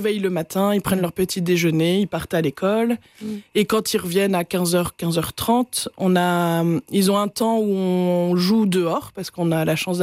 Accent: Lille, Hauts-de-France, France; je suis originaire de Lille.

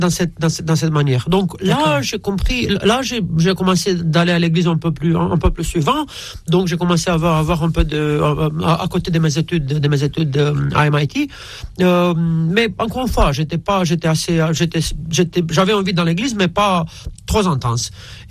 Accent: Romania; French is a second language; moved away as an adult; also born or lived in United States; now in France; je suis d'origine romaine, j'ai grandi là-bas

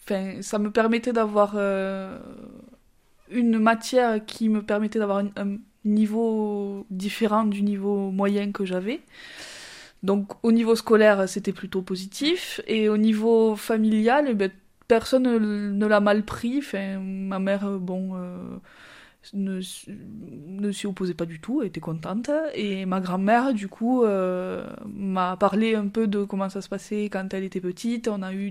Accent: Puylaurens, Occitanie, France; on a aménagé avec ma mère à Puloran, et donc depuis mes 4 ans, j'ai grandi et vécu à Puloran

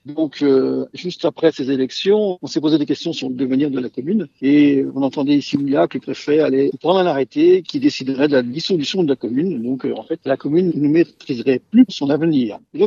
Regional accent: Mont-Saint-Jean, France; born there; Moi, je suis né à Mont-Saint-Jean il y a 64 ans. J'ai fait une carrière un peu partout en France, voire au niveau international.

